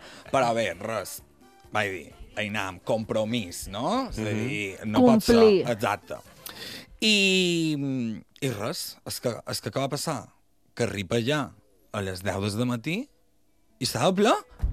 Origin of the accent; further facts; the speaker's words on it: Balearic Islands, Spain; Ja vaig dir, clar, a mi com a mallorquí no me passarà.